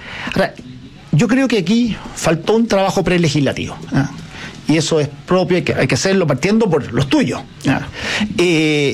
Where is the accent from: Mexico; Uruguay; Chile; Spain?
Chile